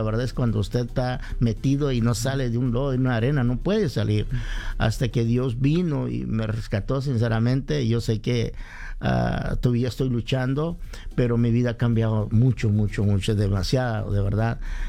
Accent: Guatemala; moved away as an adult; soy de Guatemala.

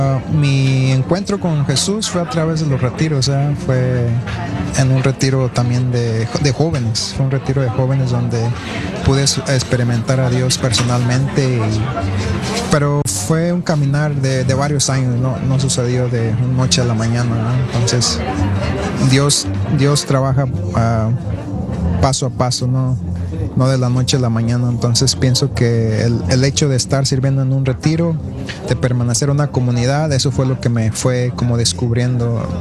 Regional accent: San Jose, California, United States; also born or lived in Michoacán, Mexico / Texas; now in San Francisco, United States; como lo acaba de mencionar, y soy originario de Michoacán, México, pero me crié aquí en San José, California. Yo pertenezco a la Orden de Frailes Menores y actualmente estoy residiendo en San Francisco, California. Entonces, estaba en Texas y me movieron para acá

